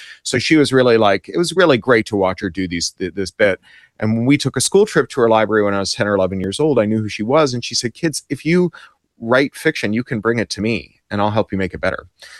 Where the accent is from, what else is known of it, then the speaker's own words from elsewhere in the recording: Toronto, Ontario, Canada; I'm Canadian. And I grew up in Toronto.